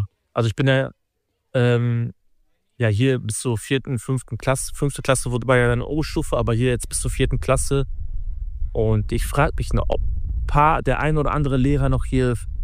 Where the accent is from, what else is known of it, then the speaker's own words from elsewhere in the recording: Osnabrück, Lower Saxony, Germany; moved away as an adult; Ich war hier auf der Heiligenweg-Schule. Ich bin in Osnabrück geboren und dann bis ich 19 war, war ich tatsächlich so Schinkelaner.